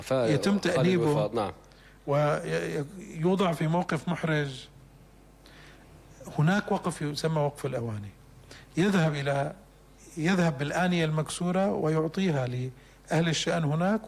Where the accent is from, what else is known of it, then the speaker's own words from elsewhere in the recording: Damascus, Damascus Governorate, Syria; في مدينتي وفي أرجاء مدينة دمشق.